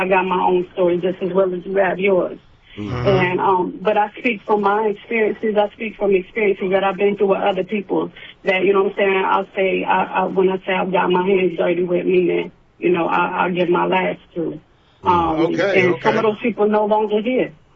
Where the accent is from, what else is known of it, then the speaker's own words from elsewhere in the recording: the South, United States; also born or lived in California; I born in Cali, raised down south. Mother and father born and raised in New York.